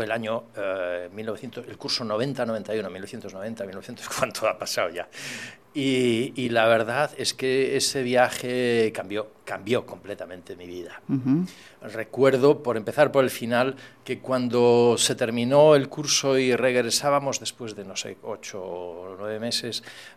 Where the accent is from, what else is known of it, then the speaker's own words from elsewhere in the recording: Galicia, Spain; now in Mallorca, Spain; yo soy del norte de Galicia, de tierra de marinos y por tanto pues aquí en Mallorca estoy encantado, que estoy como en mi tierra, ¿no?